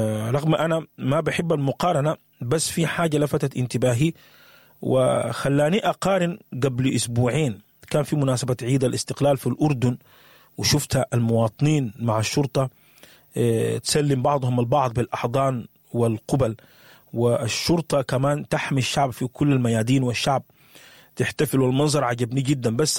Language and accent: Arabic; Sudan; احنا زرعنا شنو كسودانيين؟ أنا وإنت كسوداني زرعنا شنو في بلدنا؟